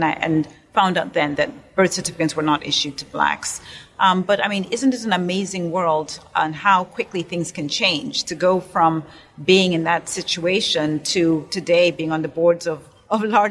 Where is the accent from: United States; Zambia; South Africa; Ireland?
Zambia; moved away as an adult; I was born in Zambia at a time when blacks were not issued birth certificates